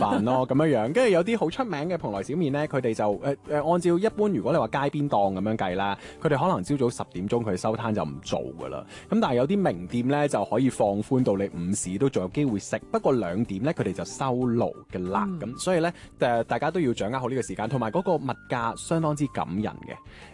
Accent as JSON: {"language": "Cantonese", "region": "Guangdong", "country": "China", "said": "佢更加有少少似我哋廣東人平時食嗰啲碗仔翅咧"}